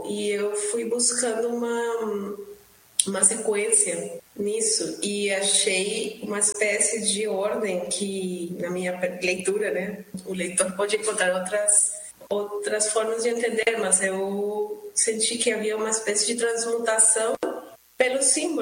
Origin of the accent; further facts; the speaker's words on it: Colombia; Portuguese is a second language; now in Brazil; Eu sou colombiana e estou morando no Brasil há um tempo e buscando, mesmo com meu sotaque, que não é possível de fugir dele